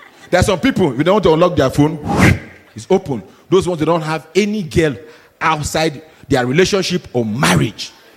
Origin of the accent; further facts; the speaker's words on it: Nigeria; I thought about, I'm Nigerian. We, you guys know.